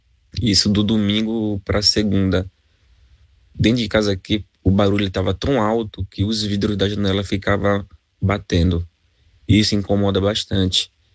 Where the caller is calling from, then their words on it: Santa Catarina, Brazil; Eu sou aqui do Santa Regina